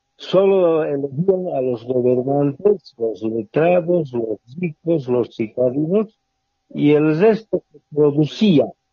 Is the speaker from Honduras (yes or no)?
no; Bolivia; nos hacen como bolivianos